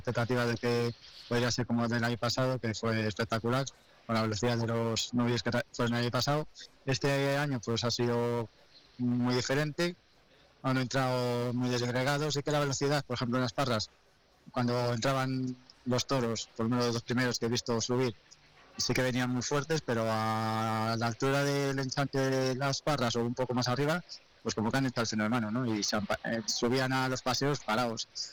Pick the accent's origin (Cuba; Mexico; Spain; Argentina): Spain; Laguna de Duero, Castile and León; mañana mismo ya empieza la fiesta de mi pueblo, en Laguna de Duero.